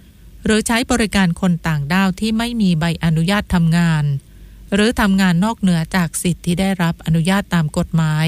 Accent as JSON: {"language": "Thai", "region": "Southern Thailand", "country": "Thailand", "said": "ในพื้นที่14จังหวัดภาคใต้ที่พวกเราชาวใต้สูญเสียโอกาสมาอย่างยาวนาน"}